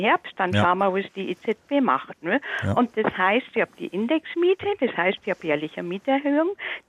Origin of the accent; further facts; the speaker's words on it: Bavaria, Germany; born there; now in Munich, Germany; Ich bin selber in der Oberpfalz geboren, wohne aber schon 52 Jahre in München.